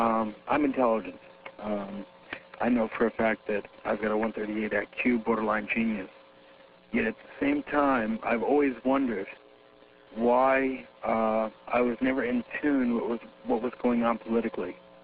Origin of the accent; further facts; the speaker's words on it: Huntington, New York, United States; You know, I'm from Suffolk County. I'm from Huntington.